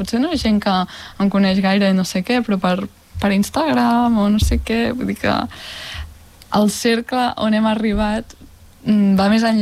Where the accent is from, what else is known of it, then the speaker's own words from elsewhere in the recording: Terrassa, Catalonia, Spain; Jo soc de Terrassa